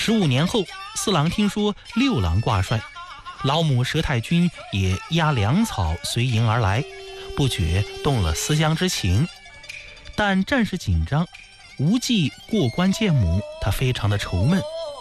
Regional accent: Hebei, China

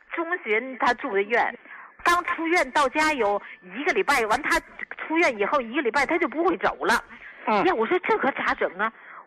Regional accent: Qinhuangdao, Hebei, China; 胡老，我呀就想跟您说一下，我是秦皇岛人。

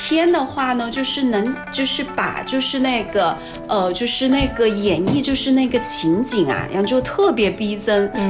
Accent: Lingnan, China; 因为大西北的这个风光啊，跟我们就是岭南的这风光是截然不同的

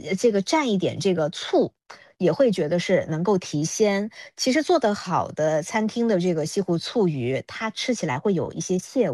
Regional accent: Jiangnan, China

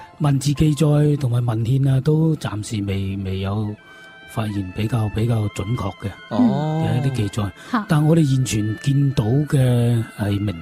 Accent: Shawan, Guangdong, China; 因为我生于。番禺沙灣，沙灣古鎮，我自細接觸嘅好多建築都係舊建築

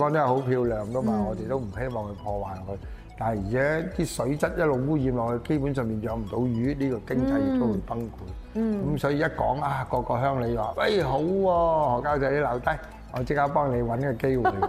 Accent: Foshan, Guangdong, China; moved away; 就翻翻我家鄉順德佛山區嘅佛山順德區裏面咧去搞呢件事咧。

